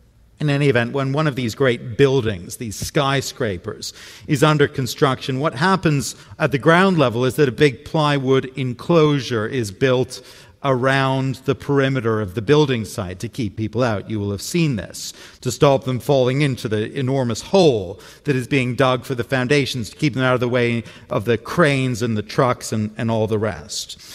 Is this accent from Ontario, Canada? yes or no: yes; Toronto, Ontario, Canada; born or raised there